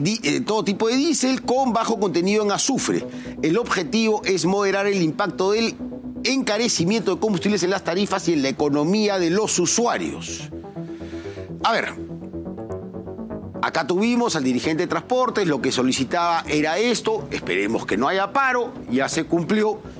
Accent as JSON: {"language": "Spanish", "country": "Peru", "said": "que no nos cueste a todos los peruanos vivir con calidad"}